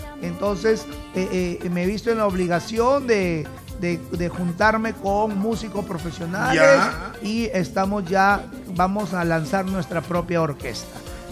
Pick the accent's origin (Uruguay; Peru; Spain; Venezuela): Peru; Chiclayo, Lambayeque; born there; now in Tarapoto, Peru; mi primera tierra es Chiclayo, pues donde el norte, me vio nacer, ¿no?